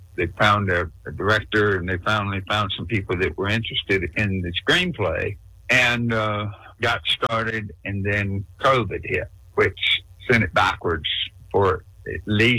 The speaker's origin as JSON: {"language": "English", "area": "Alamance County", "region": "North Carolina", "country": "United States", "tie": "born or raised there", "said": "he was going to open a club in my hometown in Alamance County, North Carolina"}